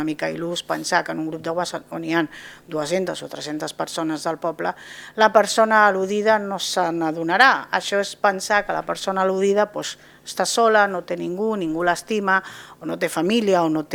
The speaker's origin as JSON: {"language": "Catalan", "town": "Argentona", "region": "Catalonia", "country": "Spain", "tie": "born or raised there", "first_language": "Spanish", "second_language": "Catalan", "moved": "as an adult", "lives_now": "Mataró, Spain", "said": "Sóc argentonina, de barri, y como se dice en castellano, mi lengua materna, a mucha honra. Malauradament, per un problema personal, vaig haver d'anar a viure a Mataró."}